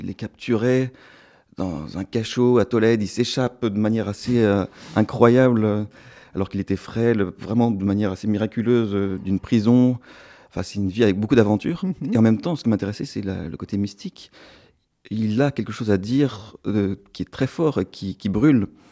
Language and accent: French; Provence-Alpes-Côte d'Azur, France; now in Belgium; je passais de la lumière aux ténèbres quand on vient de Provence.